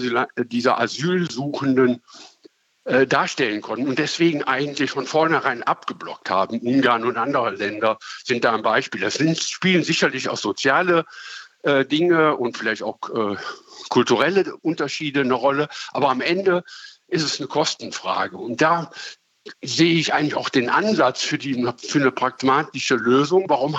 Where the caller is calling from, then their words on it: Neuss, North Rhine-Westphalia, Germany; Ich rufe aus Neuss an.